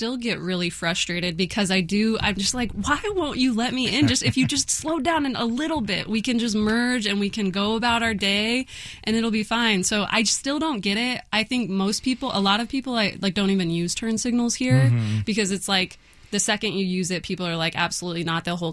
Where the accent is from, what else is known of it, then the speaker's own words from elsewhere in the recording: Indianapolis, Indiana, United States; now in Los Angeles, United States; I come from Indianapolis in Indiana.